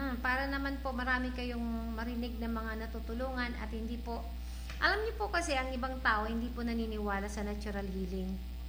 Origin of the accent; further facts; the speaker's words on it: Legazpi, Bicol Region, Philippines; dinala ako dito ng tadhana, dinala ako dito ni Lord, at taga-Legazpi po ako.